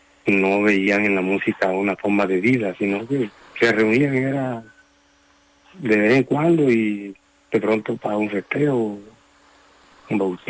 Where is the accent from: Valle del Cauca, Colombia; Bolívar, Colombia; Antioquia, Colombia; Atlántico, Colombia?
Bolívar, Colombia; San Juan Nepomuceno; yo nací aquí en San Juan, en el ambiente este de gaitero